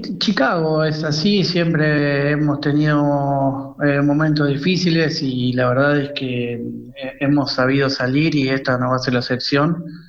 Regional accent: Buenos Aires, Argentina; Yo nací en el barrio, en Los Perales, el barrio que está al lado del estadio. Me crié ahí, mi familia vive ahí, yo vivo a unas cuadras de ahí

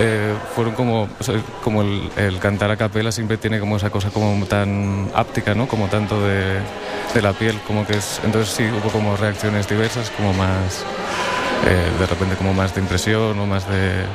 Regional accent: Asturias, Spain; cerca de mi pueblo, en Asturias, en el occidente de Asturias, en Castropol.

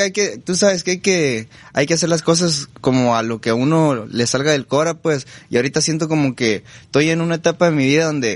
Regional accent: Cuauhtémoc, Chihuahua, Mexico

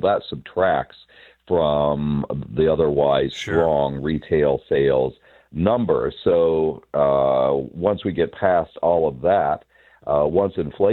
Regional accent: Kansas, United States; as a kid growing up in Kansas

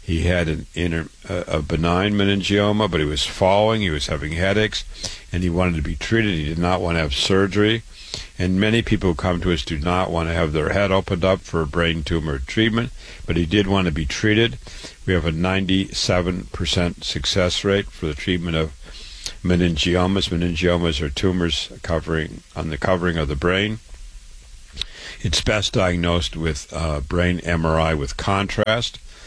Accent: Waterloo, Iowa, United States; born or raised there

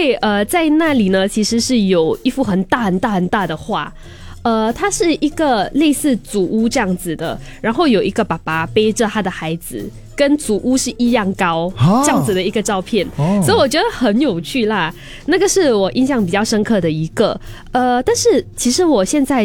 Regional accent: Singapore; 因为我们新加坡就是双语教育嘛

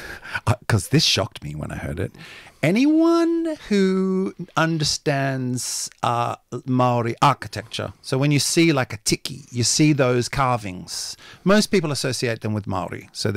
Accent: Australia; also born or lived in Rūātoki Valley, New Zealand; But I grew up here in Australia

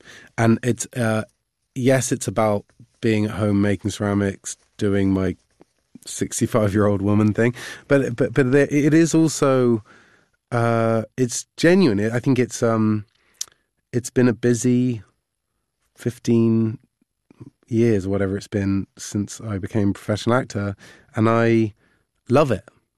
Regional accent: Cheltenham, South West England, United Kingdom; born or raised there

